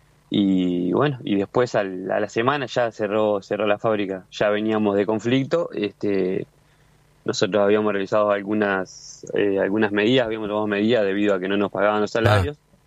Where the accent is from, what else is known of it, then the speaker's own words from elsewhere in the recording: Concepción del Uruguay, Entre Ríos, Argentina; Yo soy de Concepción del Uruguay, Entre Ríos, trabajador de planta La China, acá ubicada en Concepción